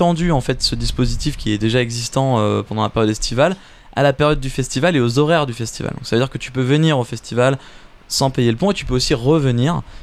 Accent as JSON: {"language": "French", "town": "La Rochelle", "region": "Nouvelle-Aquitaine", "country": "France", "tie": "born there", "said": "nous, on est originaire de La Rochelle et aussi quelques-uns de l'île de Ré."}